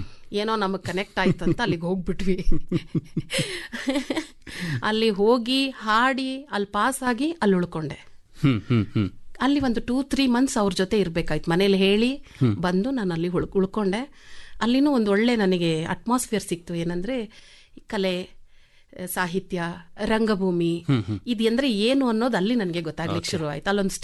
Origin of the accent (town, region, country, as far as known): Kodagu, Karnataka, India; born or raised there; moved away as an adult; now in Bengaluru, India